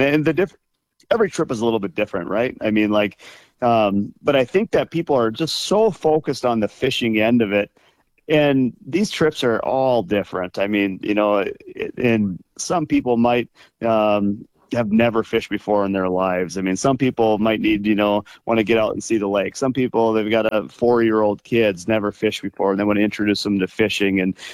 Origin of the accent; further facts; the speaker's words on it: Rochester, United States; moved away as an adult; now in Rainy Lake, United States; I was from Rochester again.